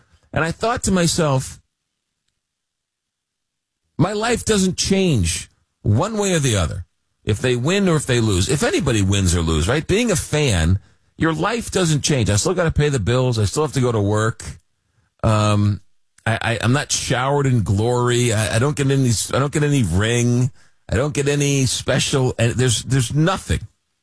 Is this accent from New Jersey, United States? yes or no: no; New York, United States; I was growing up in Long Island, taking the Long Island Railroad into Penn Station.